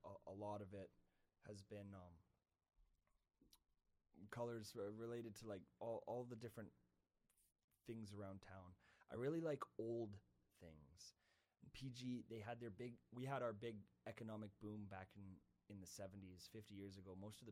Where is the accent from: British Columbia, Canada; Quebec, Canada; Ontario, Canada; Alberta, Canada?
British Columbia, Canada; Prince George; The first song we wrote … is about growing up in Prince George and coming of age and just being in this environment.